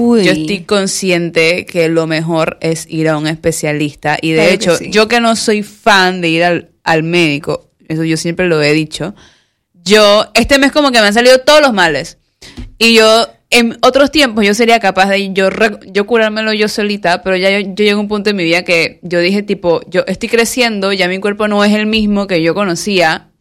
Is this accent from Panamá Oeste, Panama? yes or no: no; Colón, Panama; Sí, soy de Colón.